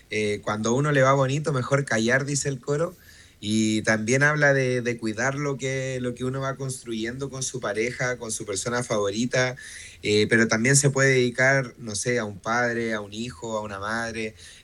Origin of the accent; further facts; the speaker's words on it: Villa O'Higgins, Aysén, Chile; Yo soy de Villa O'Higgins, que queda en el fin de la carretera Austral.